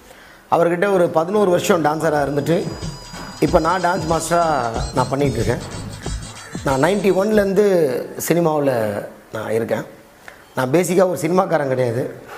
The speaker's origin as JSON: {"language": "Tamil", "town": "Palayamkottai", "region": "Tamil Nadu", "country": "India", "tie": "born or raised there"}